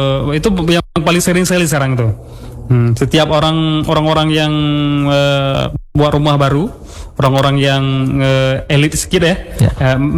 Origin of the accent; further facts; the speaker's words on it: Aceh, Indonesia; kita orang Aceh